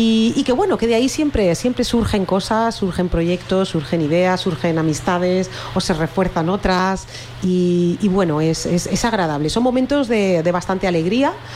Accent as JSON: {"language": "Spanish", "town": "Valencia", "region": "Valencian Community", "country": "Spain", "tie": "born or raised there", "said": "Yo soy de Benimaclet. Bueno, nací ahí y me tuve que ir. Sí, me tuve que ir a un barrio cercano por lo mismo."}